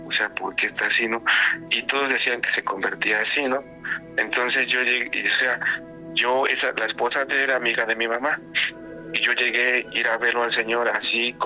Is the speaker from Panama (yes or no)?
no; Veracruz, Mexico; now in Mexico City, Mexico; Mira, yo soy de un pueblo del estado de Veracruz